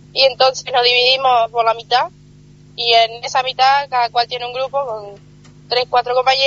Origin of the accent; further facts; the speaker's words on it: Miguelete, Colonia, Uruguay; Vengo de Miguelete